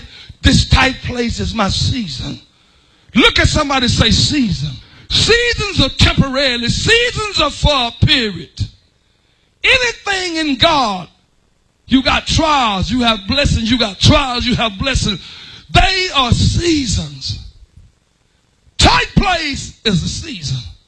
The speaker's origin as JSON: {"language": "English", "region": "Texas", "country": "United States", "also_born_or_lived": "Florida", "said": "I come from Texas"}